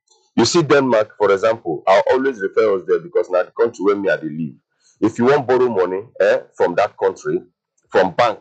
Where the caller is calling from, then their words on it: Nigeria; as Nigerian citizens